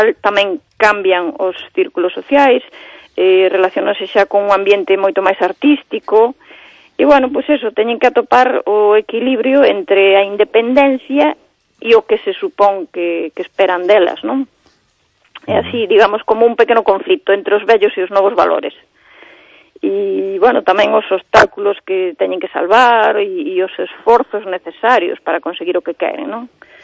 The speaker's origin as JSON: {"language": "Galician", "town": "Santiago de Compostela", "region": "Galicia", "country": "Spain", "said": "Vale, pero somos de Santiago, non do Camiño."}